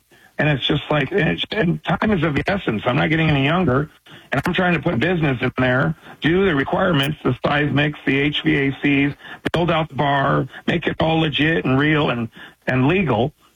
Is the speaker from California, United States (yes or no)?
no; Portland, Oregon, United States; born there; I love Portland. I was born in the West Hills, and of course, I want to give my life and my spirit back to Portland where I was born